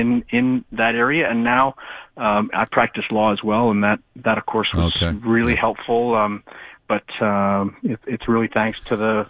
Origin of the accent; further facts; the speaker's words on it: Beaconsfield, Quebec, Canada; also born or lived in LaSalle / Verdun; I'm a West End kid. I'm from Beaconsfield via LaSalle and Verdun, but my parents live in Hudson and have for like 30 years.